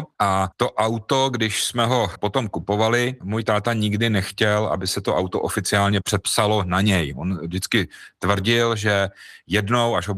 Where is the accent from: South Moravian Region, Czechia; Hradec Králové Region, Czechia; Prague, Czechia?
Hradec Králové Region, Czechia; Trutnov; narodil jsem se v Trutnově, kde tedy je to pár kilometrů od Hrádečku